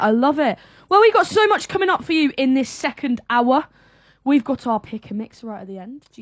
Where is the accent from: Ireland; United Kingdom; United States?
United Kingdom; Southampton, South East England; because of course I'm from Southampton in the local area